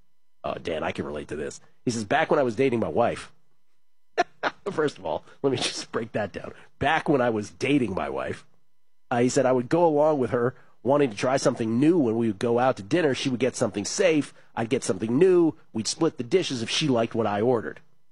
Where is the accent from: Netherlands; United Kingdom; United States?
United Kingdom; East Midlands; I'm from Nottinghamshire.